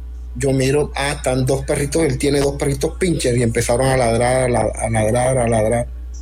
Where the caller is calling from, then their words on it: Sincelejo, Sucre, Colombia; de acá de la ciudad de Sincelejo.